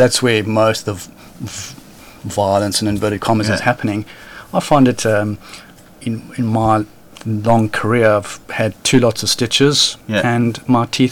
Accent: Netherlands; English is a second language; Born and bred in Holland, yeah.

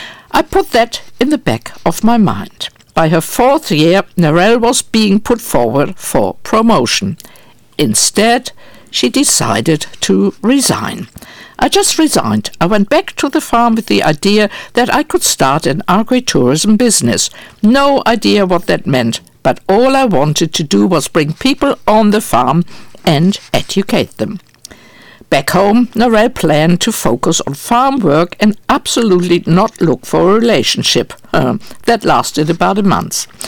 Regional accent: Hamburg, Germany; moved away; I was brought up in Hamburg, and I was so grateful that I had relatives who had a farm

